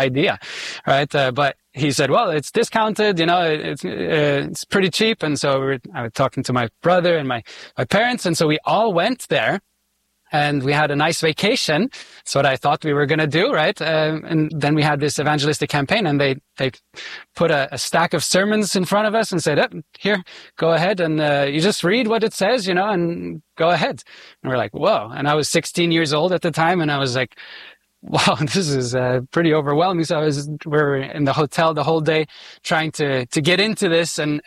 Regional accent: Switzerland; Yeah, so I grew up in Switzerland. Yeah, it's a secular country, and I was taught about evolution and all these things.

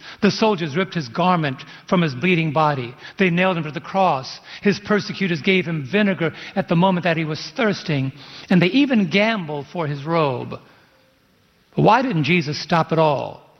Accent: New York City, New York, United States; I'm from Brooklyn. There are a lot of Hasidic and religious Jews that are there.

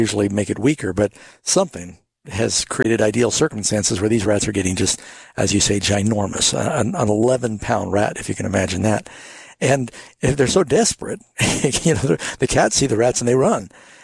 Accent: New York City, New York, United States; Yeah, well, I grew up largely in New York City

